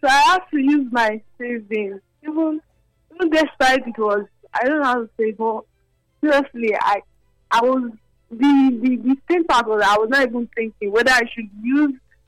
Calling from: Benin City, Edo, Nigeria; I'm calling from Benin.

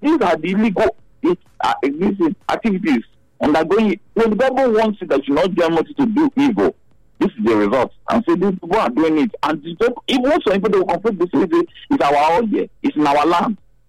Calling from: Benin City, Edo, Nigeria; from Benin.

